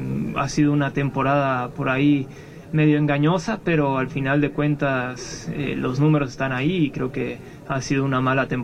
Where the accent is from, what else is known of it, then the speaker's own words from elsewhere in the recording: Mexico; somos mexicanos, somos familia